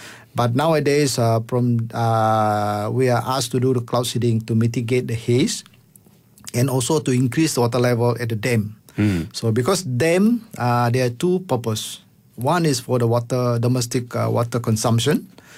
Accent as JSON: {"language": "English", "region": "Sarawak", "country": "Malaysia", "second_language": "English", "said": "Because there's Sarawak is I come from Sarawak, that's how I know."}